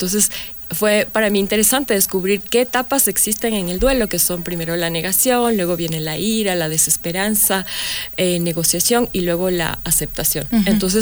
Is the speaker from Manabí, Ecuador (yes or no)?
no; Quito, Pichincha, Ecuador; born there; como yo nací aquí en Quito